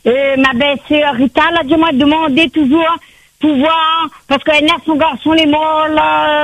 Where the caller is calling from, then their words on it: Saint-Pierre, Réunion; J'habite pas Petite-Île, j'habite sur Saint-Pierre.